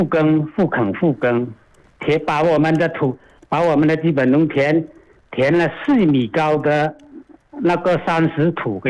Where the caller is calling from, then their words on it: Yangjiang, Guangdong, China; 在阳江市唐坪镇新坡川。